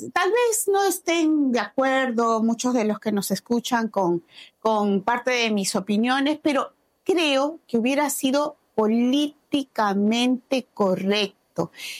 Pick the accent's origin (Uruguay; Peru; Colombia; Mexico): Peru